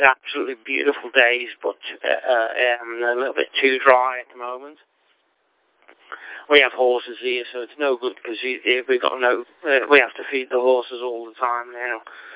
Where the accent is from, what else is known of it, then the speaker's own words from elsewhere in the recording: Liverpool, North West England, United Kingdom; moved away as an adult; I'm from Liverpool originally